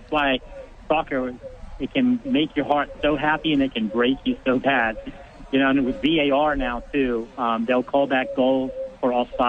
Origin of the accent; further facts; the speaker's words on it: South Africa; moved away; Oh, man, I'm from South Africa.